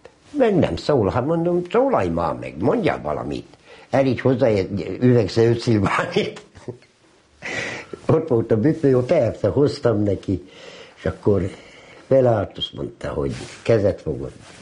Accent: Ózd, Borsod-Abaúj-Zemplén, Hungary; born there; Nem tudom elfelejteni Ózdot, mert ott születtem, ott van minden gyökerem.

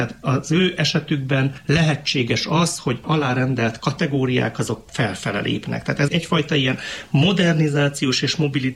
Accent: Transylvania, Romania; Mi erdélyi magyarként tudjuk

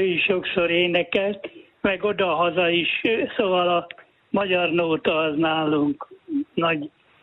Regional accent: Heves, Hungary; a Hevesen születtem, ott éltünk gyermekkoromban

